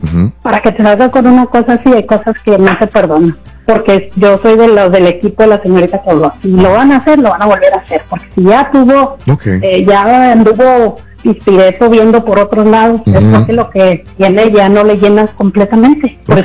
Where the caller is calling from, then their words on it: Coahuila, Mexico; Soy del norte, soy de Coahuila.